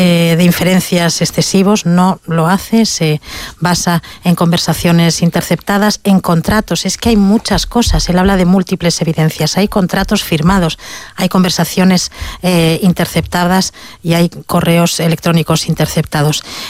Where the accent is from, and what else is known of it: Spain